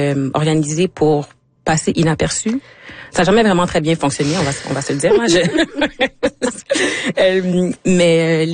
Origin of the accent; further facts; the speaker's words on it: Quebec, Canada; moved away; Je suis partie du Québec, ça fait comme 7 ans.